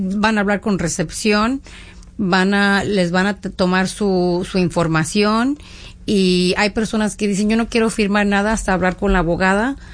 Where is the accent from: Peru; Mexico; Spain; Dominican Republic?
Mexico; soy mexicana